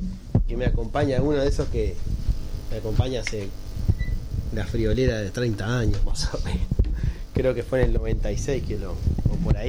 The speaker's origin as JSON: {"language": "Spanish", "region": "Canelones", "country": "Uruguay", "tie": "born or raised there", "said": "terminar en Canelones, que también es mi ciudad natal"}